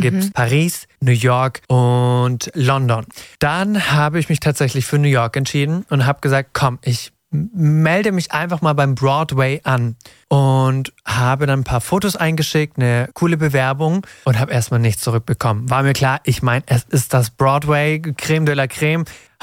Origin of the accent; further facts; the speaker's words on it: Ditzingen, Baden-Württemberg, Germany; Ich komme aus Nähe Stuttgart, Ditzingen